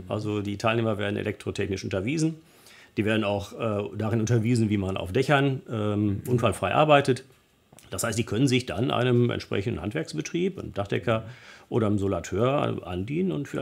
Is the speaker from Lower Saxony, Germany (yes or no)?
no; Hamm, North Rhine-Westphalia, Germany; Aus meiner Heimatstadt Hamm, die liegt so am Rande der Soester Börde, da haben wir schon relativ hohe Bodenzahlen.